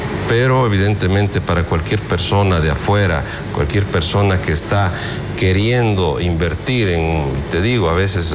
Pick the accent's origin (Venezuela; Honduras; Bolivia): Bolivia; porque finalmente somos bolivianos